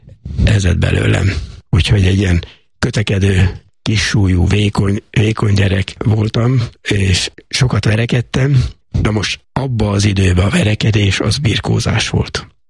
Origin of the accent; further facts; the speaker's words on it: Tiszakécske, Bács-Kiskun, Hungary; also born or lived in Szolnok; Az elején az úgy kezdődött, hogy Szolnokon a kórházba születtem, de tiszakécskei vagyok, tehát a Csaba kórházba